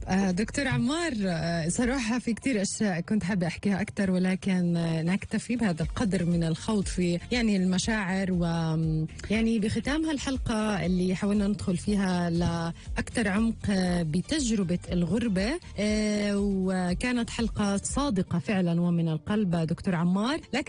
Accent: Palestine; accent: Palestinian; لهجتنا الفلسطينية مليئة بالمفردات اللي صعب نترجمها باللغات التانية

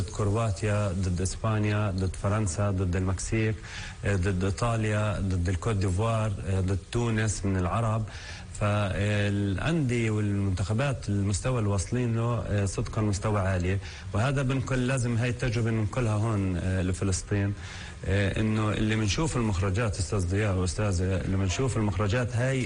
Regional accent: Palestine; إحنا كفلسطينيين

